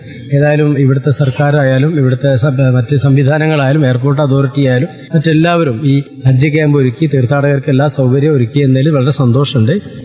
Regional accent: Chelembra, Kerala, India; നമസ്കാരം, ഞാൻ മലപ്പുറം സ്വദേശിയാണ്. മലപ്പുറം ജില്ലയിലെ ചേലേമ്പ്ര ഗ്രാമപഞ്ചായത്തിൽ പ്രദേശത്തു നിന്ന് വരുന്ന ഒരു തീർത്ഥാടകനാണ് ഞാൻ.

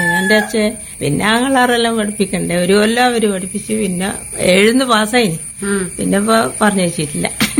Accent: Kanhirode, Kerala, India; സ്വന്തം വീട് കാഞ്ഞിരോട്.

